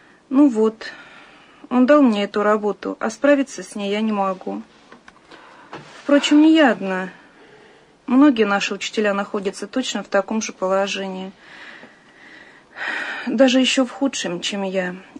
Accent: Moscow Oblast, Russia; Я родом из Подмосковья. Родители мои русские люди. Росла я в семье неверующих.

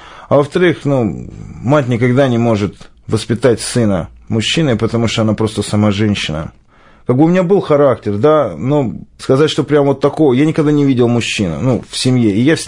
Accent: Moscow, Russia; я из Москвы, а мне 33 года, совершенно недавно исполнилось

